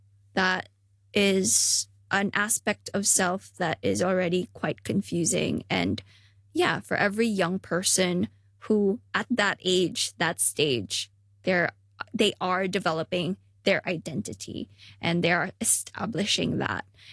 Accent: Hong Kong; just being a Filipino Hong Konger, already it's kind of like a mix of things. Yeah, we are not the majority.

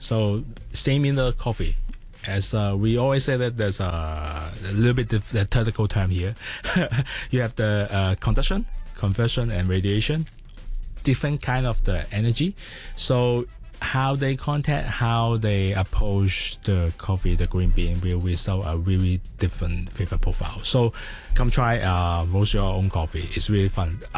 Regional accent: Hong Kong; once it's in Hong Kong, mm-hmm. my hometown.

